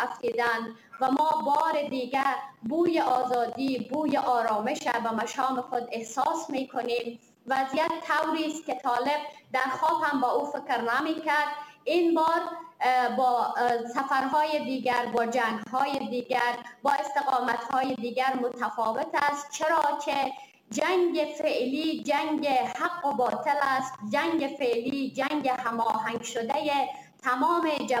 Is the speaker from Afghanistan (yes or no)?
yes; Afghanistan; now in Turkey